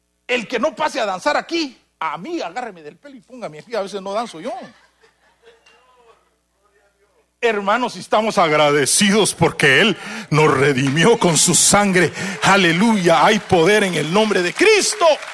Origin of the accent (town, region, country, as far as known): Guatemala; moved away